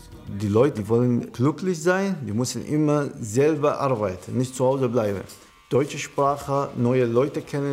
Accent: Iraq; German is a second language; moved away as an adult; now in Germany; Ich komme eigentlich aus dem Irak. Ich bin seit 2015 nach Deutschland gekommen. Das Grund war wegen Krieg und wir können nicht in Freiheit leben.

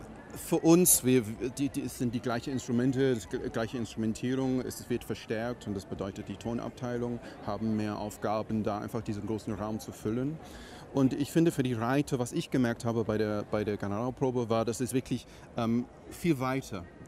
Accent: England, United Kingdom; German is a second language; now in Aachen, Germany; Ich bin ein großer James Bond Fan, natürlich als Engländer.

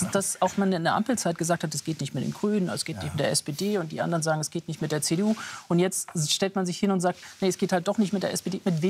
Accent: Dresden, Saxony, Germany; und ich komme jetzt aus Dresden, vor allen Dingen in Ostdeutschland

